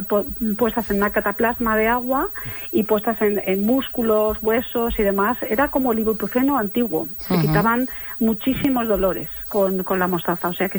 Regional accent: Toledo, Castilla-La Mancha, Spain; Eso también es un guiño a mi tierra. Yo nací en Toledo

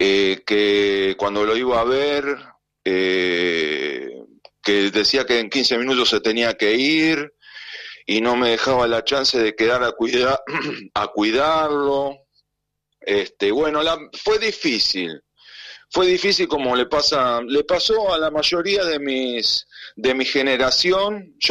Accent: Lanús, Buenos Aires Province, Argentina; moved away; yo tengo pensado mudarme a Lanús. Porque yo viví y me crié en Lanús

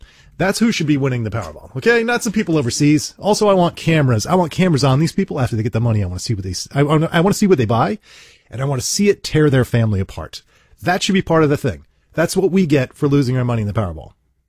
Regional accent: United States; I'm an American.

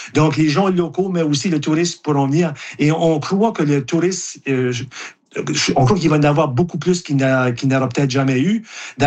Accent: Saint-Louis-de-Kent, New Brunswick, Canada; chez nous, à Saint-Louis-de-Kent

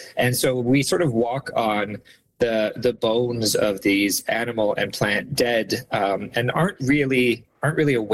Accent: Calgary, Alberta, Canada; I grew up in Calgary, and I spent a lot of time in Drumheller trying to find dinosaur fossils.

